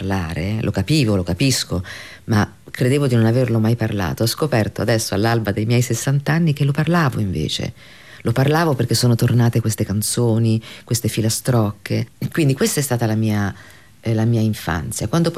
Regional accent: Barcelona, Catalonia, Spain; first language Spanish; Italian is a second language; cresciuta, sono andata a scuola i primi anni della mia vita a Barcellona, parlo quindi naturalmente la mia prima lingua, io ho cominciato a parlare spagnolo, la mia prima lingua è lo spagnolo, il castigliano.

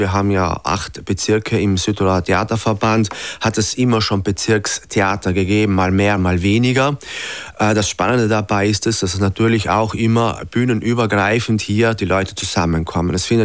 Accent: Eckental, Bavaria, Germany; ich habe ja schon als Jugendlicher, als Kindesalter, damals noch im Eckental, wo ich aufgewachsen bin

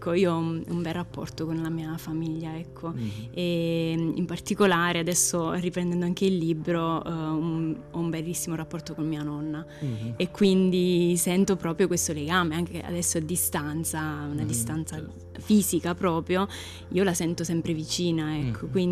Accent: Molise, Italy; now in Trentino, Italy; Io non sono originaria del Trentino, sono del Molise

